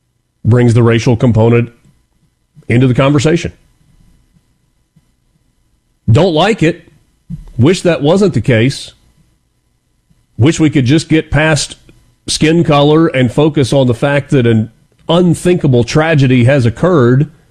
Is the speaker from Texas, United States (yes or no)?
no; Oxford, Mississippi, United States; Maybe closer to 400 miles north of Ocean Springs in Oxford, which is my hometown.